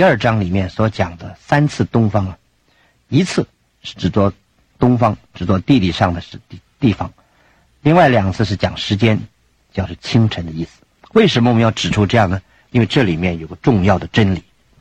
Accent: China

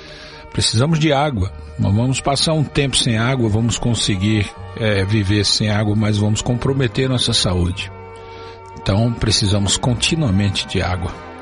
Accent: Brazil; nos achegamos a Ti como brasileiros

